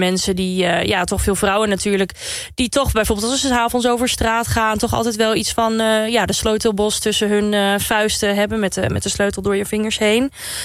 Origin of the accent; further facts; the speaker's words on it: Overijssel, Netherlands; ik kom zelf uit Twente